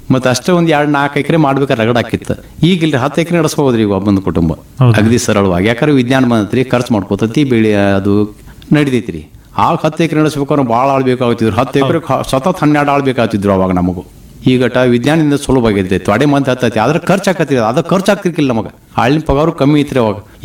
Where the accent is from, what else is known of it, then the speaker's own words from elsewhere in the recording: Karnataka, India; ನಮ್ಮ ಊರ ತಪ್ಸಿ ಕೆಮ್ಮಣಕುಲ್ರಿ, ಗೋಕಾಕ್ ತಾಲೂಕ ಹಳ್ರಿ, ಅರವಾ ವಿಭಾಗ. ನಮ್ಮ ತಾಯಿ ಊರ ಪಟ್ಟುಕುಂದ್ರಿ. ನಾವು ವಿದ್ಯಾ ಕಲಿತದ್ದು ನಮ್ಮ ತಾಯಿ ಊರಾಗ, ಈಗ ನಾವು ಇರುದು ನಮ್ಮ ತಂದೆ ಊರಾಗ.